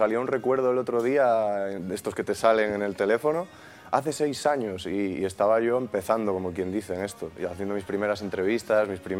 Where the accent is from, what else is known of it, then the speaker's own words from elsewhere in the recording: Galicia, Spain; siendo gallego, que siempre he crecido, pues bueno, al final en Galicia...